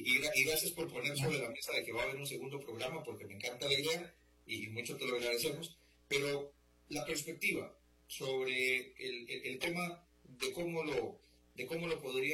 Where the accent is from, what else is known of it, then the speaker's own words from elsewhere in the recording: Tres Ríos, Cartago, Costa Rica; yo crecí allá en San Diego de Tres Ríos